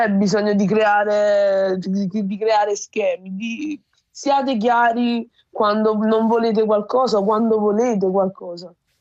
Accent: Lagos, Nigeria; now in Naples, Italy; io sono nigeriana di Lagos, però c'ho pure il cuore napoletano.

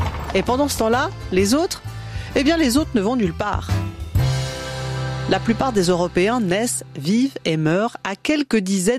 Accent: Switzerland; Chez nous, en Suisse.

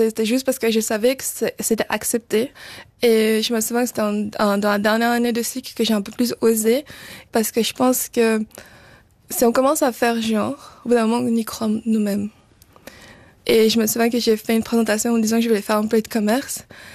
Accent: Brazil; now in Switzerland; je suis brésilienne, en fait. Et je suis suisse.

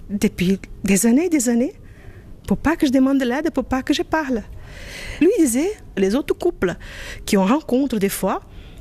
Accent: Brazil; moved away

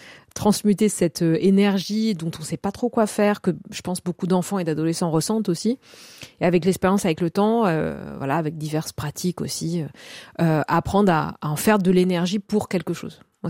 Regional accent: Corsica, France; moved away as an adult; quand je suis partie de la Corse à 18 ans

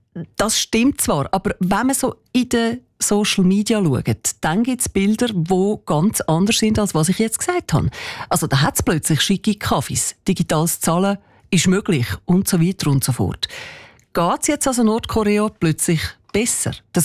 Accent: Switzerland; Wir haben ja bei uns in der Schweiz wirklich eigentlich alles, was man sich so wünscht.

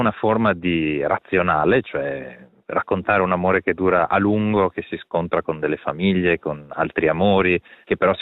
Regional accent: Venice, Veneto, Italy; da veneziano conosco Murano forse un po' meglio di chi sta fuori Venezia. Andavo a scuola con magari degli eredi di famiglie muranesi

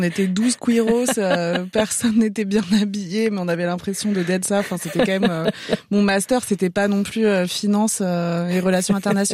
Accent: Algeria; born there; je suis née en Algérie pendant la guerre civile, donc de toute façon, j'étais pas trop censée être là non plus.

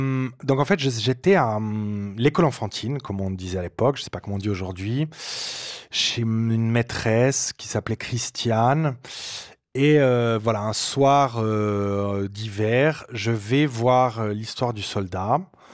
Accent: Fribourg, Switzerland; vous avez dit avant que j'ai grandi à Fribourg. Alors, ce qu'il faut savoir, c'est qu'à Fribourg, on ne parle pas très, très bien.

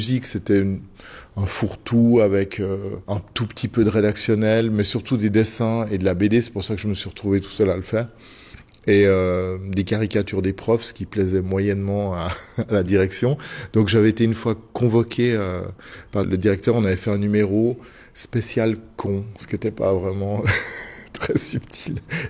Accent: Fribourg, Switzerland; En tout cas en Suisse romande, mais nous on vient de Fribourg.

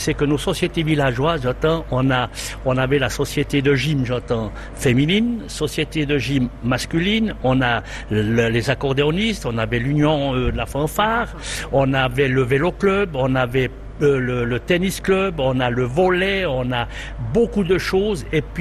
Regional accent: Péry, Bern, Switzerland; Non, je suis de Péry.

